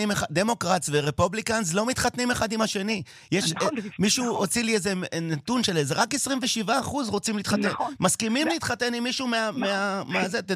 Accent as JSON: {"language": "Hebrew", "country": "United Kingdom", "said": "כי אני מתנשא בריטי בבסיס שלי."}